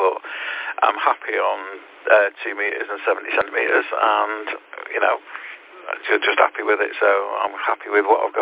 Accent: Manchester, North West England, United Kingdom; now in Liverpool, United Kingdom; I'm from South Manchester, Withinshaw, and now live in Liverpool. So, I travelled around a little bit.

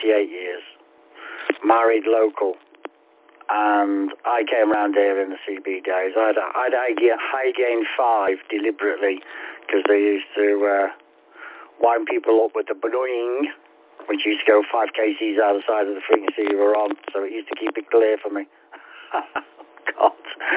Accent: Liverpool, North West England, United Kingdom; moved away as an adult; I'm not originally from round here. I'm a Scouser, born and bred. My family's all over there. People get fed up of hearing me say that. I've been around here now about 38 years. Married local.

